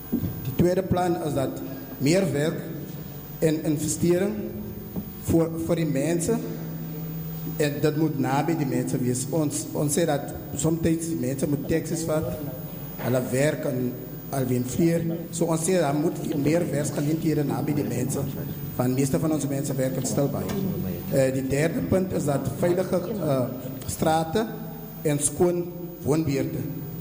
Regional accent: Hessequa, Western Cape, South Africa; woonachtig in Konigetula. Ek is een inwoner van Hessequa. Ek gaan maar Afrikaans praat.

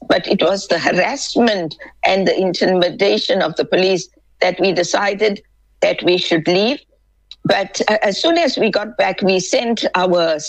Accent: South Africa; we as South African who want to build our nation

